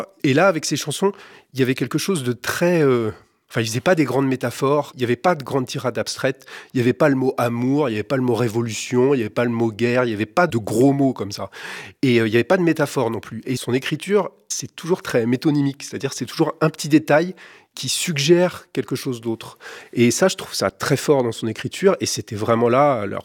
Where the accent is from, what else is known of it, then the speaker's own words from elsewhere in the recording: Lisieux, Normandy, France; Lui venait de Bernay, moi je venais de Lisieux. Il avait eu son groupe de rock à Bernay, moi j'avais eu le mien à Lisieux.